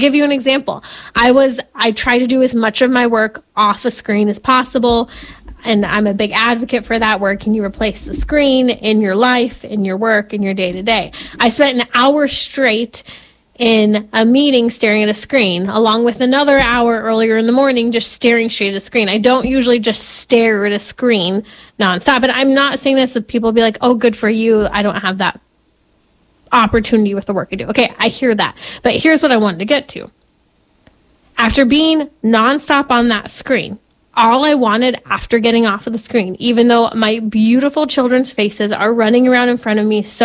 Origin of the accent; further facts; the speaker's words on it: California, United States; Because I love my home state of California.